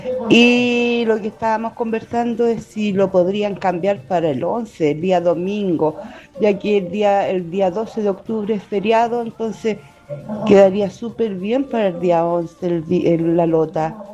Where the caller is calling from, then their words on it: Callejones, O'Higgins, Chile; de Callejones.